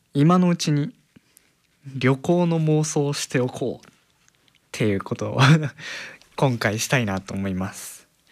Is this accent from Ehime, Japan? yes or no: no; Gifu, Japan; 僕の地元岐阜とかはそれこそ酷暑日ですよね、40度超えるとか超えない日もまあなくはないけどみたいな、すごい上がる時はとんでもなく上がるっていうのが岐阜なんですけれども